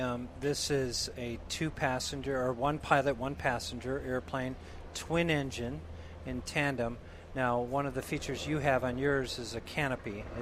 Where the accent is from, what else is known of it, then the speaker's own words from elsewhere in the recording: Wisconsin, United States; So let me ask you, since I'm from Wisconsin, and it's not always beautiful like this, what about heat?